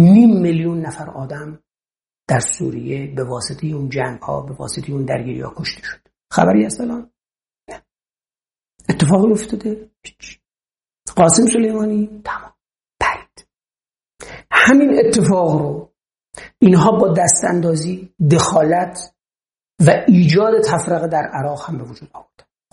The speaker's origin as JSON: {"language": "Persian", "region": "Gilan", "country": "Iran", "tie": "born or raised there", "said": "خب بچه گیلانم"}